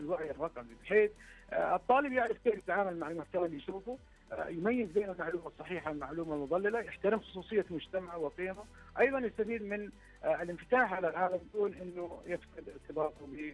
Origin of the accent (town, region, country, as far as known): Saudi Arabia